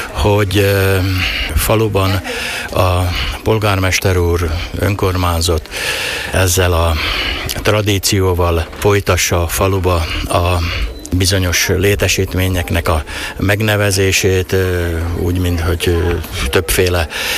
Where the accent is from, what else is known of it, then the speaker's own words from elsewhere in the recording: Hodoš, Mura, Slovenia; ilyen pedagógus családból származunk, és én is itt lakok Hodosban, úgyhogy elég gyakran járok itten.